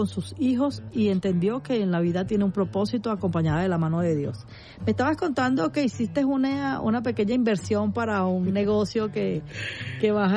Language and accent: Spanish; Venezuela; Y sí, así somos las mujeres venezolanas y eso, como lo dije en un programa anterior, eso nos ha ayudado a salir adelante.